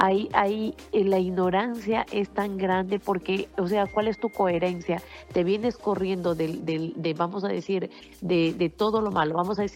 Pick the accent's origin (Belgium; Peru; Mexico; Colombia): Peru; moved away; yo soy peruana